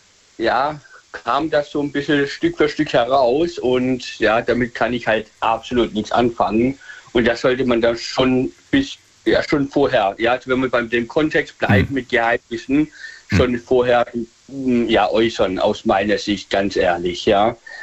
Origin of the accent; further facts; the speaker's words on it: Michelstadt, Hesse, Germany; Ja, aus Michelstadt, Hessen.